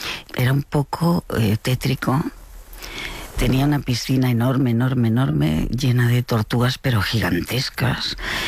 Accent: Barcelona, Catalonia, Spain

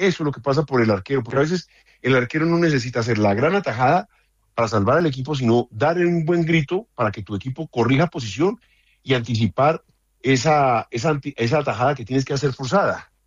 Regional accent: Colombia; also born or lived in Argentina; Pero que yo me sienta contento de ver a mi selección jugar, eso es otra cosa.

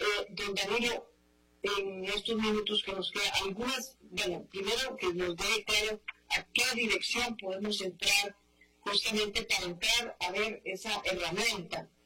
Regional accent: Costa Rica; Y realmente interesante poder tener este tipo de herramientas como consumidores, como costarricenses, y medir muy bien nuestro estado de crédito.

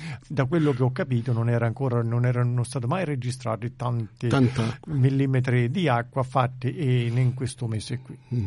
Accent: Campania, Italy; now in Australia; E io sono irpino e vengo dal Partenio, vicino Partenio.

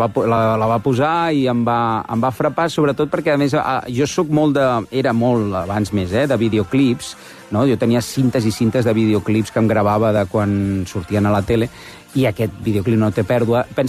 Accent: Barcelona, Catalonia, Spain; jo sempre dic que sóc del Poblenou abans de que fos guai

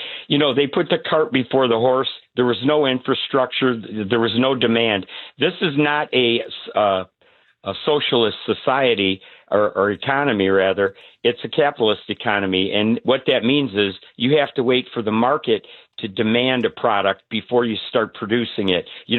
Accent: Michigan, United States; Macomb County, just north of Detroit.

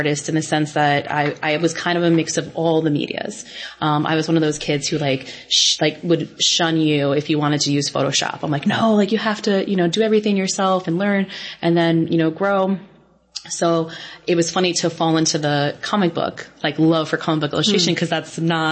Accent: Northport, New York, United States; I grew up in Northport, which is a very like arts heavy community.

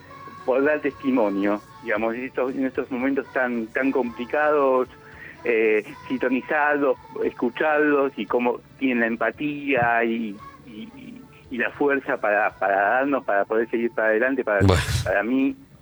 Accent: Buenos Aires, Argentina; Villa Ortúzar.

